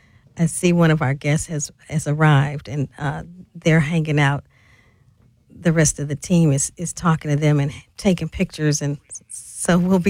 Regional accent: St. Louis, Missouri, United States; born or raised there

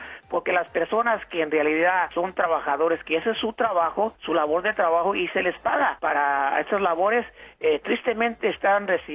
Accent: Mexico; Hoy en día es la temporada de la guayaba para todos los que vinimos de México, de muchos países que conocemos la fruta que es la guayaba.

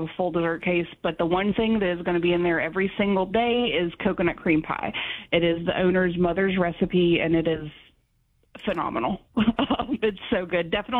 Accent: Bluefield, Virginia, United States; I'm from Bluefield, Virginia, so I'm not far from

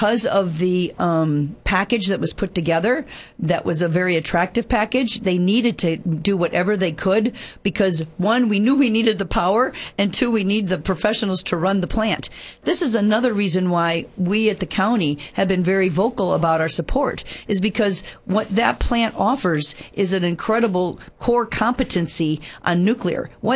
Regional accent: Morris, Illinois, United States; And I was in Morris, Illinois, my hometown.

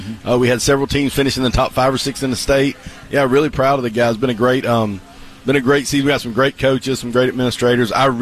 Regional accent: Gulf Coast, United States; I'm from the Gulf Coast

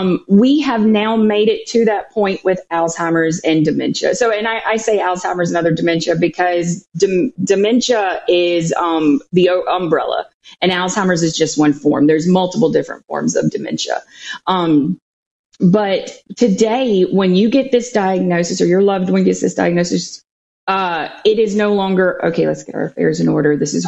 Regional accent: Mississippi, United States; moved away as an adult; now in Madison, Mississippi, United States; I am from the Mississippi Gulf Coast, so I live in Madison, Mississippi now, but I grew up in Goshen, so I'm a coastie. I'm a coastal girl. I grew up reading the Sun Herald, and so I'm up here based near the Capitol, but I will always be a coastal girl.

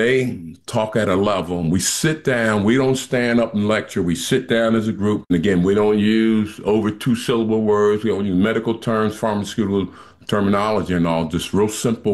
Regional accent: Camden, New Jersey, United States; I'm from Camden, New Jersey, from the projects and all.

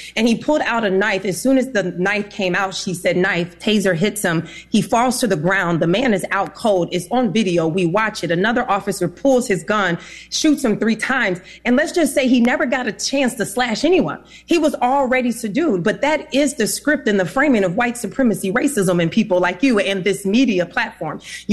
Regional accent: Madison, Wisconsin, United States; I'm from Madison, Wisconsin.

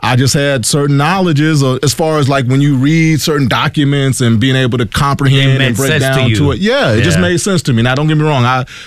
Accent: Chicago, Illinois, United States; But we're both from Chicago.

